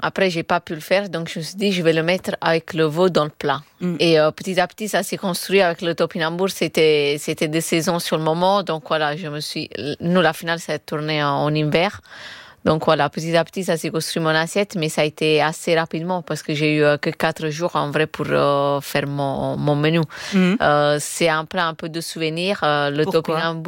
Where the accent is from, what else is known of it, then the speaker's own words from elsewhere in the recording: Naples, Campania, Italy; moved away; J'ai grandi à Naples, avec ma famille.